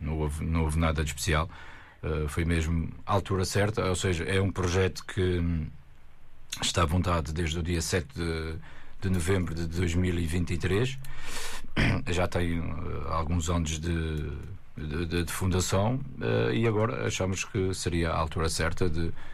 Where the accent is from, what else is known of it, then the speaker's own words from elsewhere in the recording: Azores, Portugal; Cresci no, na zona do aeroporto, cresci no Clubana